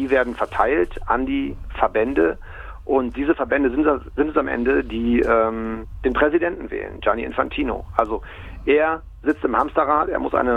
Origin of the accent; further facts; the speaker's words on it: Cologne, North Rhine-Westphalia, Germany; Also ich komme aus Köln, also aus der Nähe von Köln und lebe heutzutage in Köln.